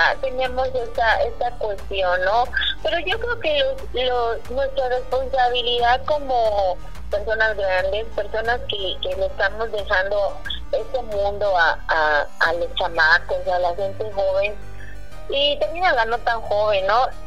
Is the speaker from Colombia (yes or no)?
no; Mexico; nosotros como mexicanos